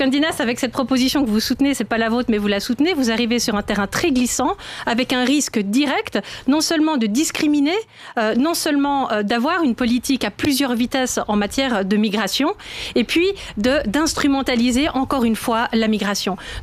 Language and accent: French; Geneva, Switzerland; je suis genevoise, ville et canton cosmopolite.